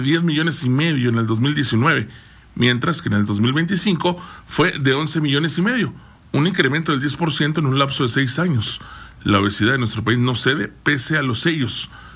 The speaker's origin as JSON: {"language": "Spanish", "country": "Mexico", "said": "somos todos México, mexicanos"}